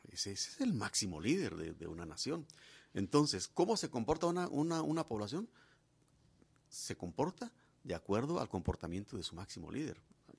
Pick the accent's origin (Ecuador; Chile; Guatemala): Guatemala; Yo, como guatemalteco